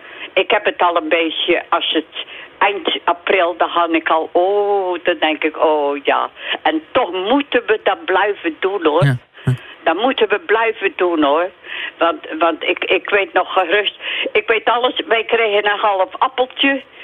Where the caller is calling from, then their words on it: Arnemuiden, Zeeland, Netherlands; Ja, en ik kom van Arnhem-Muiden